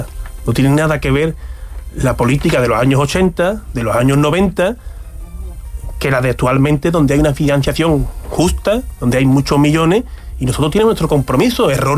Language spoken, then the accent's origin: Spanish; Medina Sidonia, Andalusia, Spain; en mi pueblo, en Medina Sidonia